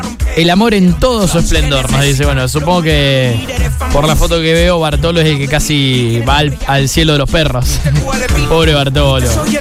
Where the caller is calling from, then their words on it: Junín, Buenos Aires Province, Argentina; de Junín.